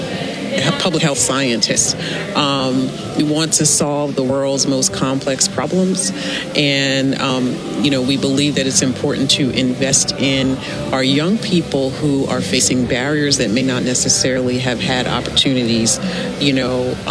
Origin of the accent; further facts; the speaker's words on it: New Jersey, United States; a promise to myself years ago as a young girl growing up in New Jersey, to really create a more diverse workforce.